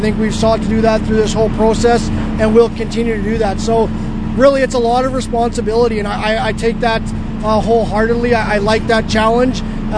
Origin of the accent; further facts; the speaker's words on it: Saskatoon, Saskatchewan, Canada; we're from Saskatchewan and Saskatoon and we're from the area